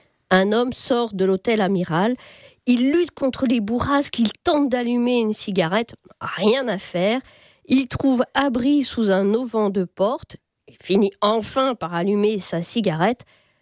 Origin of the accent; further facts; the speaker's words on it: Brittany, France; je suis bretonne aussi.